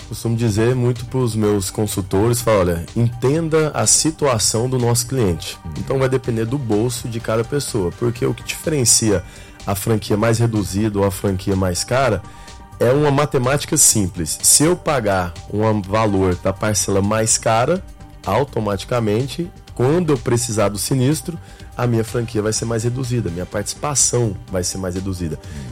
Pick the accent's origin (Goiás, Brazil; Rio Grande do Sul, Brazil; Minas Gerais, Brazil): Goiás, Brazil; Goiânia